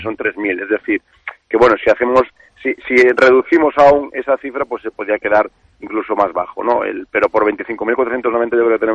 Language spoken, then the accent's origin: Spanish; Galicia, Spain; Yo como gallego...